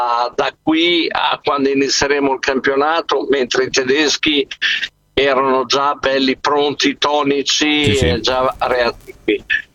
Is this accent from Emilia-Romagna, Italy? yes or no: yes; Emilia-Romagna, Italy; anche se sono dell'Emilia Romagna.